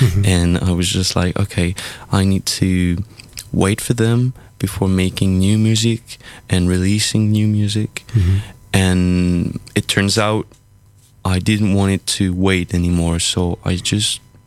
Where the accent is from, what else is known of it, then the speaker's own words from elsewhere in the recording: France; English is a second language; moved away as an adult; now in Belgium; I'm 22. I come from France, but I'm in Belgium for 4 years now.